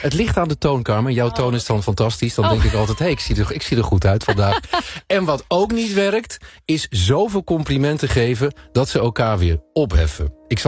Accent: Netherlands; Maar zijn wij Nederlanders complimentengevers?

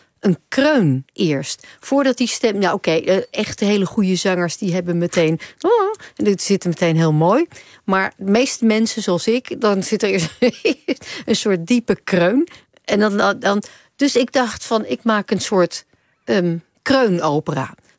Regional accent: Amsterdam, North Holland, Netherlands; Slemani, dat is voor mij als Amsterdammer makkelijk te zeggen.

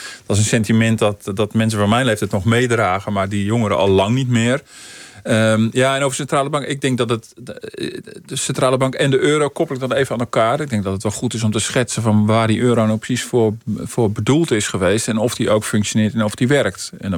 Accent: Netherlands; Dat wij als Nederlanders ook vertrouwen blijven houden in die centrale bank

